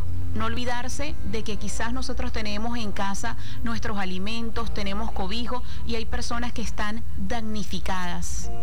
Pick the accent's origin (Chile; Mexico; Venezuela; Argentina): Venezuela; es momento de unirnos como venezolanos